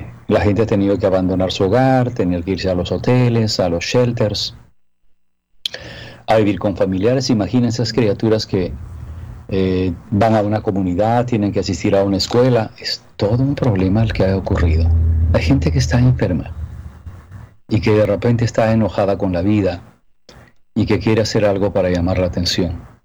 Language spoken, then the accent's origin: Spanish; Peru; también en mi país, Perú, yo soy peruano, está habiendo unos incendios.